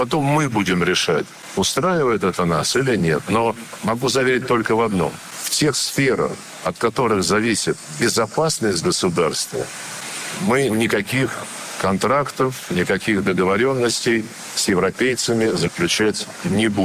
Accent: Armenia; он имеет в виду, когда мы, армяне, подадим заявление о приеме в Евросоюз

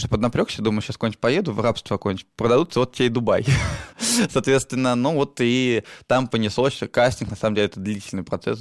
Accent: Sebezh, Pskov Oblast, Russia; А Себеж я объяснял, что это граница Беларуси, России и Латвии. И мне говорили, а ты откуда? С Беларуси, с Латвии или с Россией? Я говорю, блин, соответственно.

